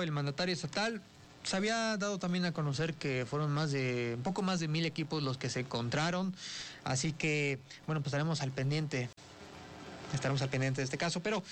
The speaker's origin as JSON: {"language": "Spanish", "country": "Mexico", "said": "hay que sentirnos bastante orgullosos de ser mexicanos, de esta tierra bendita"}